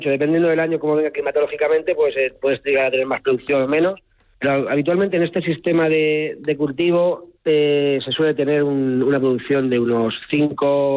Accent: Alcázar de San Juan, Castilla-La Mancha, Spain; nosotros somos, el origen somos la Alcázar de San Juan, la familia, la finca también está en el término de Alcázar de San Juan

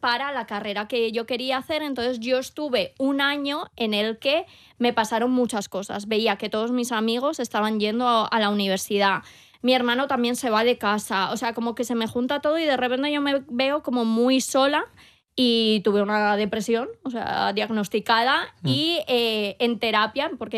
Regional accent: Madrid, Community of Madrid, Spain; yo soy hija del cemento, soy hija de Madrid.

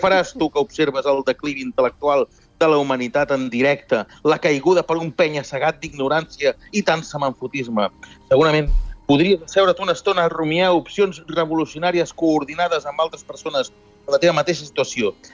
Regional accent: Sabadell, Catalonia, Spain

